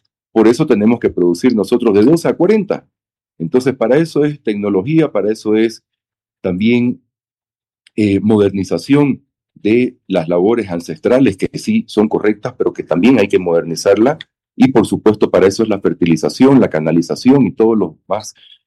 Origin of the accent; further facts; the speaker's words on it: Bolivia; nuestro orgullo boliviano